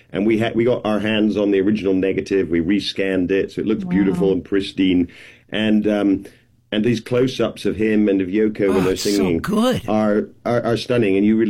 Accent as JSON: {"language": "English", "country": "United Kingdom", "said": "Well, I'm British."}